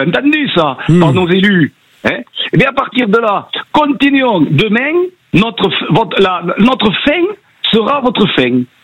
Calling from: Beaumont-de-Lomagne, Occitanie, France; Beaumont de Lomagne, dans le Tarn-et-Garonne.

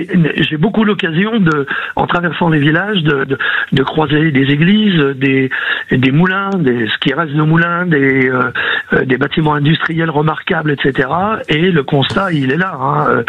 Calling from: Paris, Île-de-France, France; Je suis parisien, donc je me promène beaucoup dans Paris.

